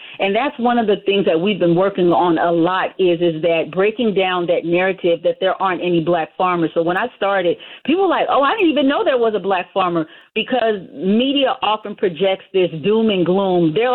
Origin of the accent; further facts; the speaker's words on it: Los Angeles, California, United States; also born or lived in Louisiana; I'm from Los Angeles. So in the summer times, I used to go to my grandmother's house